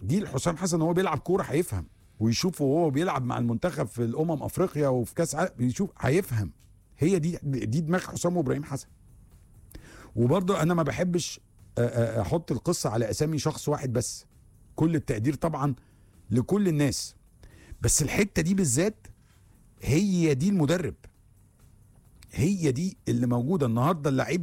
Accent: Egypt; احنا كمصريين

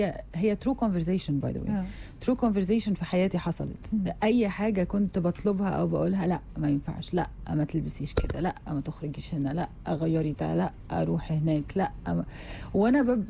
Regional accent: Lebanon; now in Egypt; احنا مشكلتنا كلبنانيين او فورينرز ان جنرال، لما بنيجي نقلش هنا في المصري

